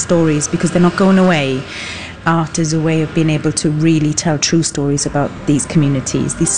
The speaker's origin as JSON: {"language": "English", "region": "Wales", "country": "United Kingdom", "also_born_or_lived": "Iran", "said": "I'm Iranian Welsh"}